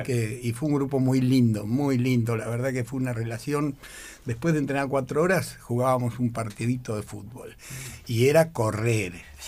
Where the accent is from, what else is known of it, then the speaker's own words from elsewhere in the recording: San Martín de los Andes, Neuquén, Argentina; also born or lived in Buenos Aires; si bien yo nací en Buenos Aires, a menos de un año nos mudamos a San Martín de los Andes, lugar en el que estuve hasta los 7 años